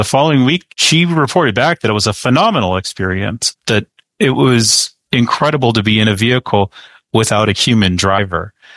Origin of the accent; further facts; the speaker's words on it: Grafton, North Dakota, United States; I grew up in a really rural part of the world. I grew up in Grafton, North Dakota, which is in the upper northeast corner of North Dakota.